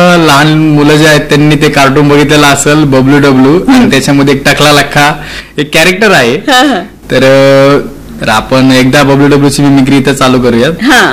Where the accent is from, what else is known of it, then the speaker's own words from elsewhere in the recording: Thane, Maharashtra, India; also born or lived in Beed; तर मी ठाण्यामध्ये राहिलेलो आहे, म्हणजे माझं लहानपण पूर्ण ठाण्यामध्येच आहे. मी ठाण्यामध्ये कमीत कमी 8वी पर्यंत शिकलोय. 8वी नंतर मी बीडला आलो